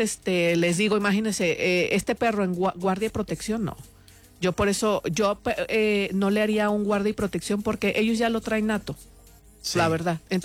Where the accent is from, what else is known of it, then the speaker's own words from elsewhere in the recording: Guadalajara, Jalisco, Mexico; soy tapatía